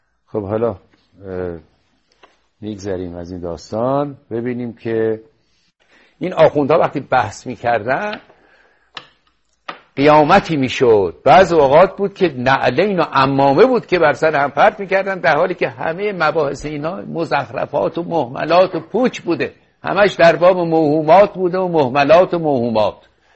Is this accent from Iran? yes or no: yes; Iran; moved away as an adult; بنده 26 ساله بودم از ایران بیرون آمدم